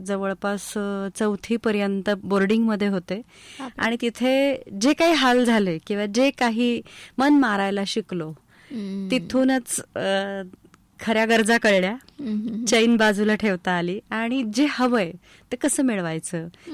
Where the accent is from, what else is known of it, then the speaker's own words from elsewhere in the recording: Nashik, Maharashtra, India; सगळं नाशिकला मातोश्री रामप्यारी सारडा कन्या विद्या मंदिर आहे तिथं झालं शिक्षण.